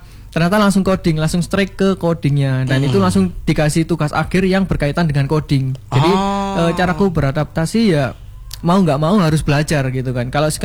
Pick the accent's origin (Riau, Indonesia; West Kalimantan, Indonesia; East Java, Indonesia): East Java, Indonesia; Pasuruan; Kalau aku aslinya orang Pasuruan.